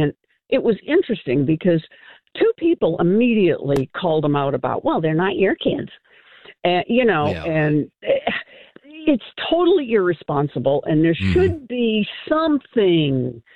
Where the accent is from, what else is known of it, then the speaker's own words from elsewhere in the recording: Massachusetts, United States; moved away; I grew up just outside of Boston